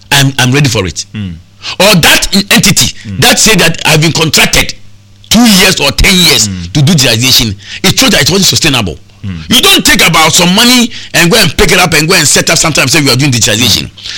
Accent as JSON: {"language": "English", "country": "Ghana", "said": "So we are Ghanaian."}